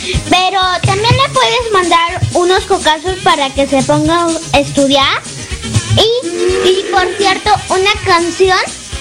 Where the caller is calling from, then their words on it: Guanajuato, Mexico; de Guanajuato.